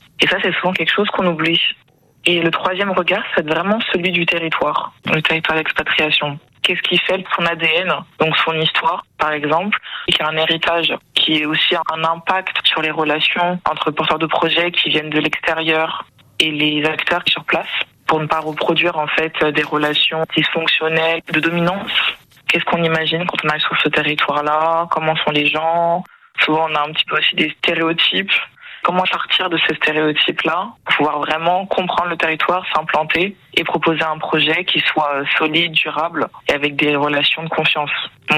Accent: Cape Verde; Je suis originaire du Cap-Vert. Ça donne un petit peu déjà une influence culturelle sur mon parcours.

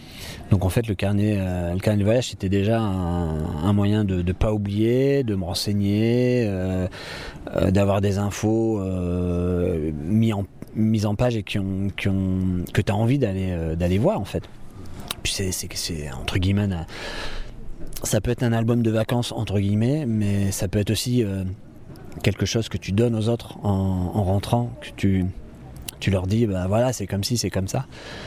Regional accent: Hauts-de-France, France; Le fait d'être natif du Nord, d'avoir passé mon enfance dans l'Artois, sur l'ancienne ligne de front de 14-18

